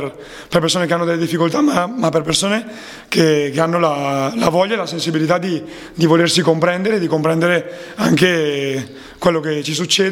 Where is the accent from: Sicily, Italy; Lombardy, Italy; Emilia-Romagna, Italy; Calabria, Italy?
Lombardy, Italy; Piadena; io allora sono assolutamente cremonese, sono di Piadena e sono veramente molto molto legato al mio territorio